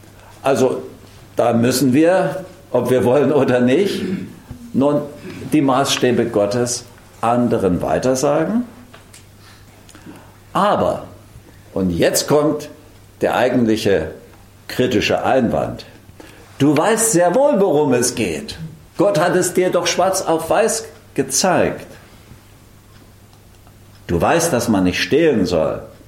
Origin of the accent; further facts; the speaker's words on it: Germany; wir als Deutsche